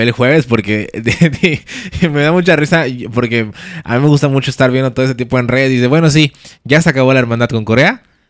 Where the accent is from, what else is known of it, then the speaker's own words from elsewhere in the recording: Mexico; nosotros como mexicanos